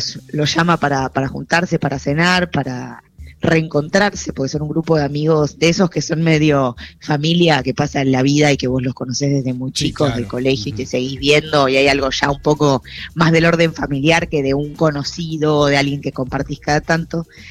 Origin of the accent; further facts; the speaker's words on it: Cipolletti, Río Negro, Argentina; now in Buenos Aires, Argentina; yo soy de Río Negro, de Chipoleti.